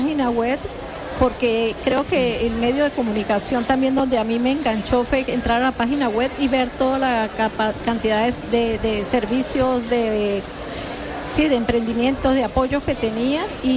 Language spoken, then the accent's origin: Spanish; Venezuela; moved away as an adult; now in Gijón, Spain; Yo soy venezolana.